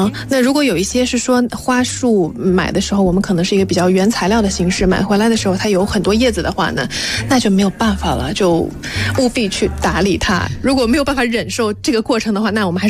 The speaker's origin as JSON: {"language": "Chinese", "country": "China", "said": "但是我们中国人会对菊花有一些忌讳。"}